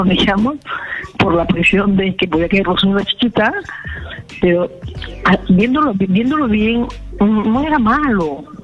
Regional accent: Lima, Peru; born there; now in Lambayeque, Peru

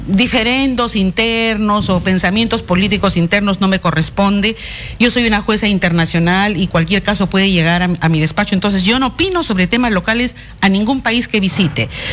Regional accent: Peru; porque soy peruana

